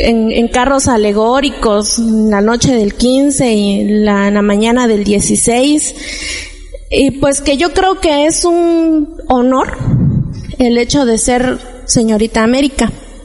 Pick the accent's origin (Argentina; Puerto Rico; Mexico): Mexico; Santa Cruz Jocotlán; Y bueno, en nuestro pueblo Santa Cruz Jocotlán, pues como el resto de todo el país, hasta el rinconcito más chiquitito del país